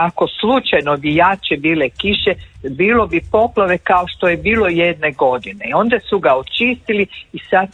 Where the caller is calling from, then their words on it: Zagreb, City of Zagreb, Croatia; ja sam tu iz Sesveta.